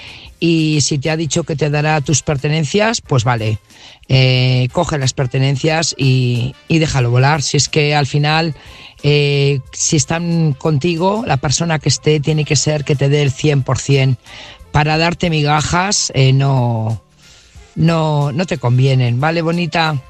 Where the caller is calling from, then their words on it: Burgos, Castile and León, Spain; corresponsal de Burgos